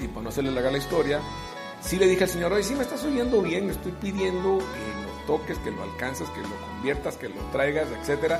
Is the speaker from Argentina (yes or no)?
no; Costa Rica; born there; mi país natal, de Costa Rica